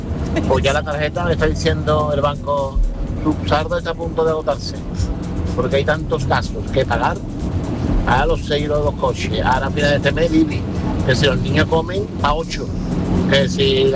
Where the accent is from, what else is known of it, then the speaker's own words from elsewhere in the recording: Seville, Andalusia, Spain; Buenas tardes … de Sevilla.